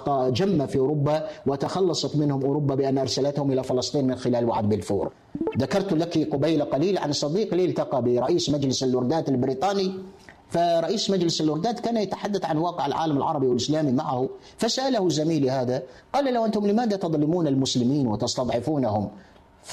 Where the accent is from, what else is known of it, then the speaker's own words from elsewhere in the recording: Algeria; عندنا في الجزائر حسيبة بن بوعلي وفاطمة سومر